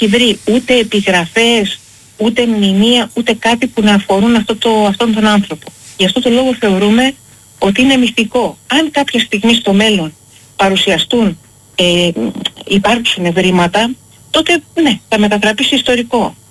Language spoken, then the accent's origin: Greek; Greece; επειδή κάποιος με ρώτησε αν είμαι Ελληνίδα, από όσο ξέρω είμαι Ελληνίδα. Αλλά δεν είμαι Ελληνίδα επειδή έκανα τεστ DNA. Είμαι Ελληνίδα επειδή μοιράζομαι τους ίδιους μύθους